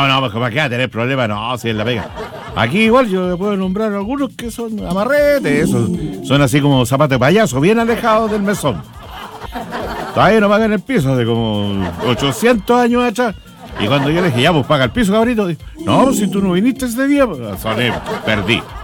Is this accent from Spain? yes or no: no; Chile; más que nada en nuestra manera de hablar chilensico, decimos cuando alguien es tacaño, es amarrete.